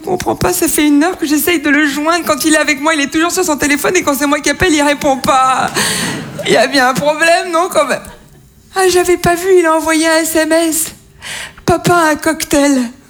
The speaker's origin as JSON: {"language": "French", "town": "Toulon", "region": "Provence-Alpes-Côte d'Azur", "country": "France", "tie": "born there", "said": "je suis née en 1996 à Toulon. Tout le monde voit Toulon, la Côte d'Azur, les gros bateaux, les milliardaires. C'est pas là, c'est juste avant."}